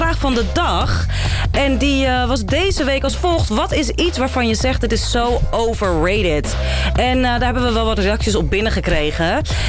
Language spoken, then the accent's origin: Dutch; Netherlands; We zijn niet als Nederlanders, zeg maar, set up for this weather.